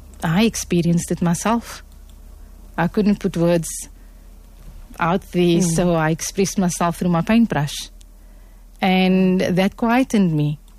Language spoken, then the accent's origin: English; Cape Town, Western Cape, South Africa; You know, we come from Cape Town, and when I grew up and how I grew up wasn't, we were exposed to Arabic.